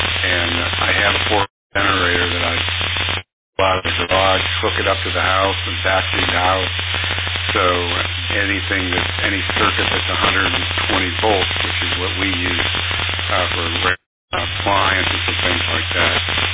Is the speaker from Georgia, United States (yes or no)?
no; Florida, United States; moved away; we're originally from Southeast Florida and been through a number of different storms over the years.